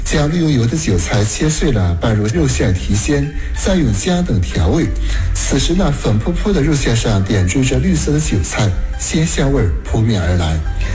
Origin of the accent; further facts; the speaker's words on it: Weihai, Shandong, China; 周围的人得知我是威海人时